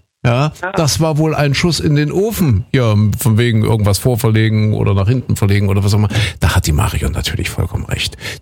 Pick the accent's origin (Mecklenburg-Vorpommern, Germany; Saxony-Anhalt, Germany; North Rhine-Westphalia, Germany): Saxony-Anhalt, Germany; Nee, ich glaube, gekriegt ist eher so Sachsen-Anhalt. So meine alte Heimat.